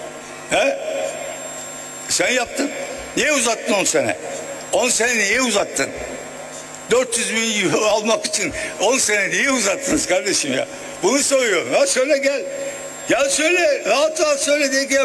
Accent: Ergani, Diyarbakır Province, Turkey; born there; Ben Diyarbakır Ergani kasasında doğdum. Bizde öyle bir şey yoktu.

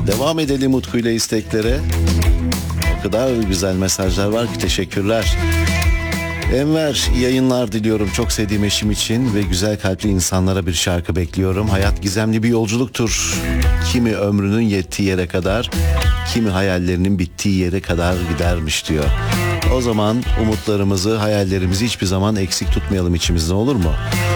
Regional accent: Istanbul, Turkey; Biz İstanbullular olarak

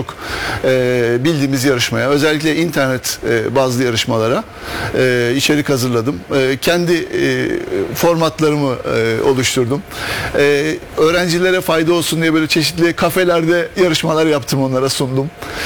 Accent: Adapazarı, Sakarya, Turkey; born there; Emekli bankacıyım. 56 yaşındayım. 1970 Adapazarı doğumluyum.

